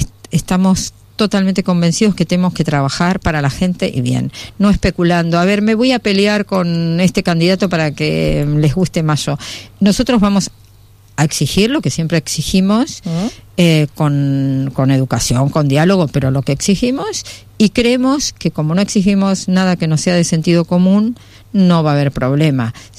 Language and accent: Spanish; Argentina; now in Spain; soy muy muy argentina en ese sentido